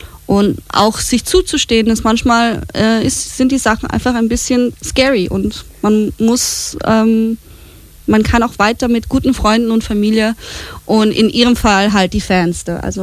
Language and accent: German; Austria; Bei uns in Österreich.